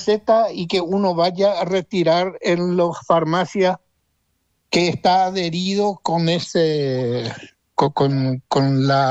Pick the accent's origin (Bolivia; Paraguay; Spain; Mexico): Paraguay; me estoy quejando del gobierno paraguayo, que yo soy también paraguayo.